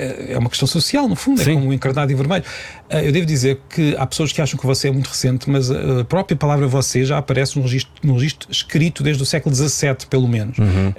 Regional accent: Peniche, Centro, Portugal; moved away as an adult; era da minha terra

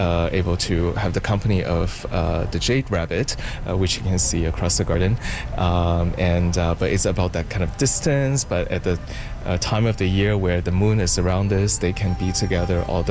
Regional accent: Guangdong, China; moved away; My favorite is definitely the Cantonese style because I'm from Guangdong. My family is from Guangdong

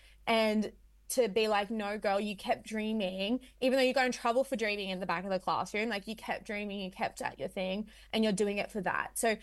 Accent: Sydney, New South Wales, Australia; Where I'm from is a large part of myself. And I tried to run from that for years. Like, I never told anyone I was from Western Sydney.

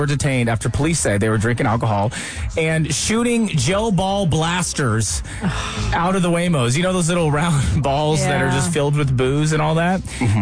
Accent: California, United States; I grew up in California.

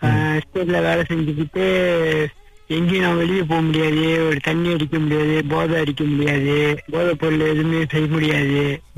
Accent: Seremban, Negeri Sembilan, Malaysia; moved away as an adult; சொந்த ஊரு சிரம்பான்.

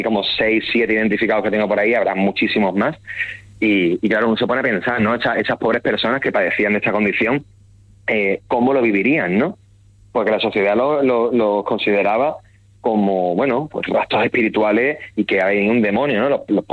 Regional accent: Andalusia, Spain; por ejemplo, en mi tierra, en Andalucía, ha salido bastante en los medios de comunicación

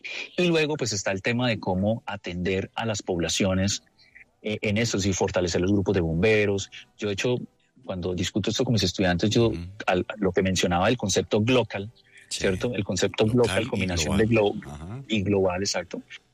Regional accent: Colombia; Créanme que como colombianos deberíamos sentirnos orgullosos

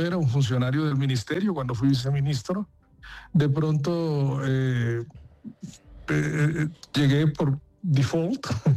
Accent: Montería, Córdoba, Colombia; born there; Nací en Montería.

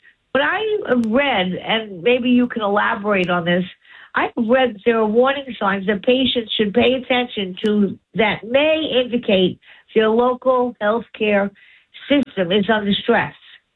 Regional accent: New York, United States; But up until then, because I'm a New Yorker, I don't know the hospitals in Florida

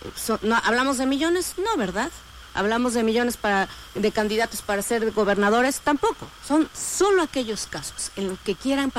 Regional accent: Mexico; no es válido que como mexicanos y mexicanas exijamos una persona que no tenga vínculos con dos países al mismo tiempo.

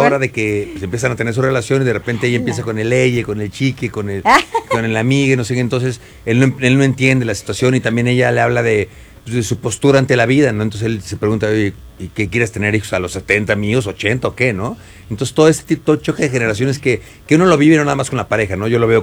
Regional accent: Querétaro, Mexico; yo invité gente en Querétaro, yo soy de Querétaro, invité gente, mis primos que son de mi edad

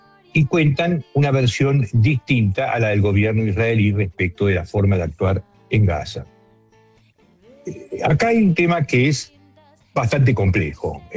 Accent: Argentina; que soy paisano y que de alguna manera yo soy un argentino

